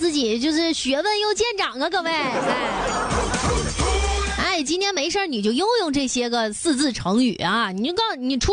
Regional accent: Dalian, Liaoning, China; 咱大连人

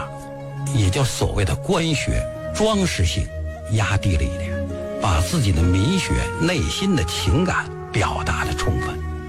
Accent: China; 我们中国人能够仿制出最好的物质财富。

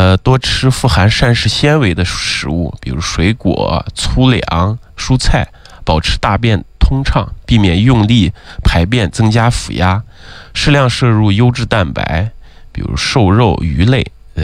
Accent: Xinjiang, China; 特别是我们新疆人，比较胖，胖的人比较多。

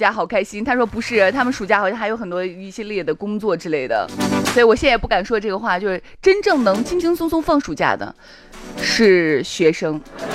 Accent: Shaanxi, China

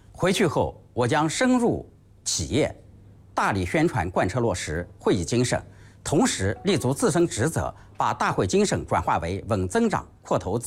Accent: Chuzhou, Anhui, China; 感觉我们滁州的整体位势更高，城市建设更美，生态环境更好，群众幸福感获得感更强。

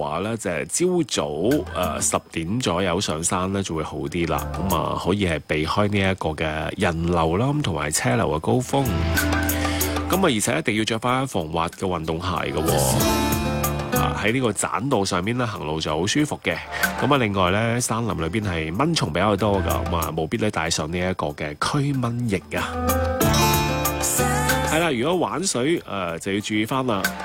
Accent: Guangdong, China

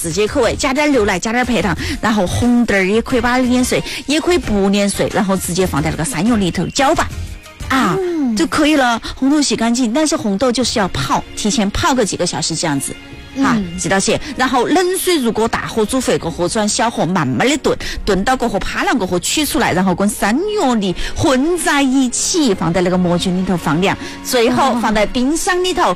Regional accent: Jiangxi, China; 平时我们江西人还喜欢拿藕来煨汤

